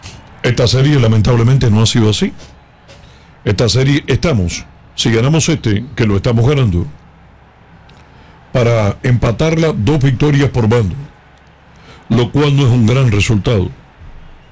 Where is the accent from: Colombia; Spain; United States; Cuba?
Cuba; born there; nacimos obviamente en Cuba, un país que ama inevitablemente a España.